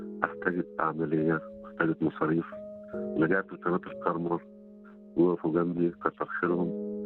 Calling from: Egypt; أنا عايزك من مصر.

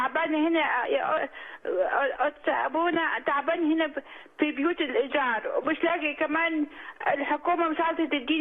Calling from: Australia; انا بنت الرب من استراليا.

